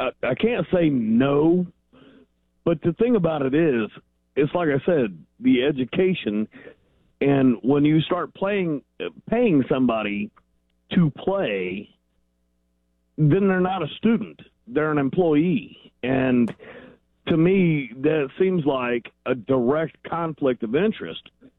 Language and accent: English; St. Louis, Missouri, United States; now in Rolla, United States; I'm from St. Louis